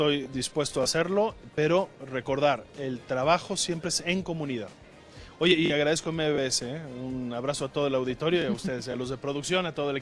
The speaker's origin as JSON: {"language": "Spanish", "town": "Guadalajara", "region": "Jalisco", "country": "Mexico", "tie": "born there", "moved": "yes", "lives_now": "Puebla, Mexico", "said": "Guadalajara, Jalisco."}